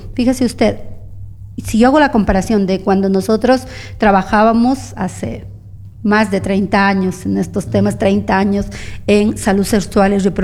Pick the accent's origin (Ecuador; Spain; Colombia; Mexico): Ecuador; Nosotros mismo, como Mujeres Ecuatorianas Organizadas, yo pertenezco a este colectivo, tenemos un fuerte contingente de mujeres ecuatorianas organizadas y organizaciones acá en Loja.